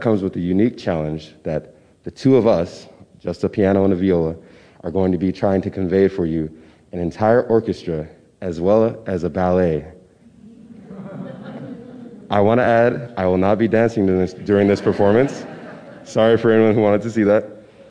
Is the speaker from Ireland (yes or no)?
no; Chicago, Illinois, United States; I'm 22 years old, and I'm a violist from Chicago, Illinois.